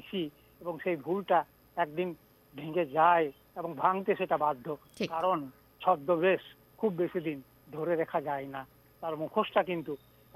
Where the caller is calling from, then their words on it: Dubrajpur, West Bengal, India; আমি পশ্চিমবঙ্গের বীরভূম জেলার দুবরাজপুর থেকে